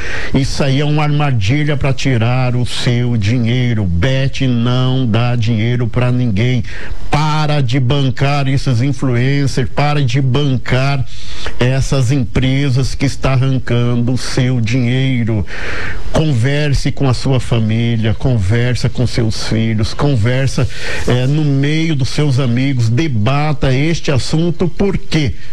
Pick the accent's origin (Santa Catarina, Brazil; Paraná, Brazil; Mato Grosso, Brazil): Mato Grosso, Brazil; now in Campo Grande, Brazil; sou mato-grossense